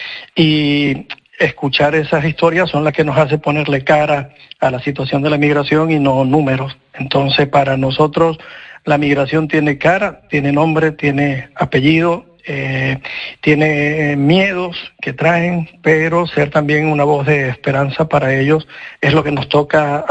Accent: Venezuela; now in Galicia, Spain; como venezolano, como migrante

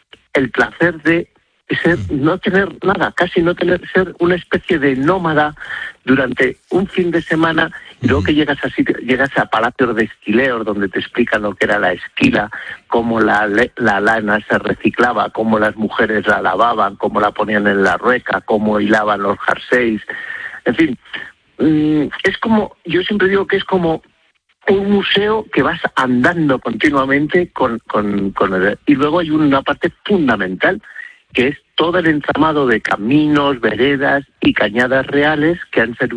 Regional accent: Castile and León, Spain; also born or lived in Madrid; ¿cómo no lo voy a conocer si es mi tierra? Si es que yo me crié tirando cantos a los del Polo de Arriba, a los de Navasequilla, y los de la Lastra me tiraban cantos a mí

